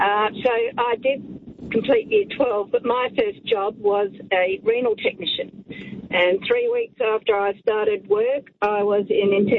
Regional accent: South Australia, Australia; I'm probably giving you the message there that I'm not from Victoria. I'm from South Australia.

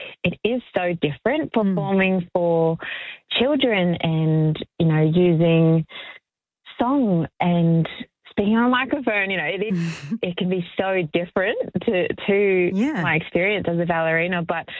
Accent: Cairns, Queensland, Australia; Oh, honestly, I adored growing up in Cairns, and my very, very first concert was … at the Cairns Convention Centre when I think I might have been three.

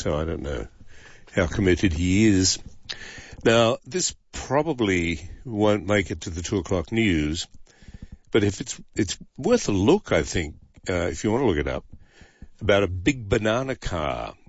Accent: Melbourne, Victoria, Australia; I'm from Melbourne too, and exactly like Martin, I listen to 2GB all the time.

